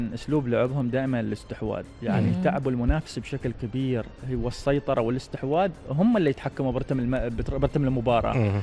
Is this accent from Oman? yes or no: yes; Oman; إحنا كعمانيين